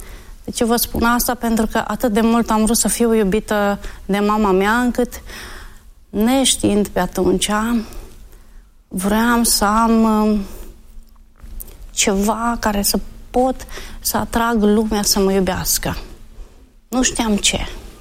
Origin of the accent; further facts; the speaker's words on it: Arad, Arad County, Romania; born there; M-am născut în Arad, într-o familie de ortodoxi.